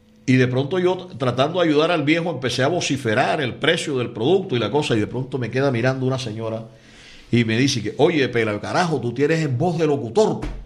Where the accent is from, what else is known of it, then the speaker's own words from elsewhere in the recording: Barranquilla, Atlántico, Colombia; Y yo estudié en los colegios públicos de Barranquilla. Mi primaria fue en la escuela 34 para varones. Mi bachillerato fue en el INEM Miguel Antonio Caro, allá en la calle 30.